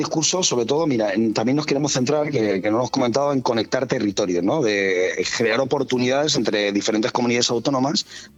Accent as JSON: {"language": "Spanish", "town": "Benidorm", "region": "Valencian Community", "country": "Spain", "said": "sobre todo orgulloso de ser benidormense, de que mi tierra pueda hacer de anfitriona, ¿no?"}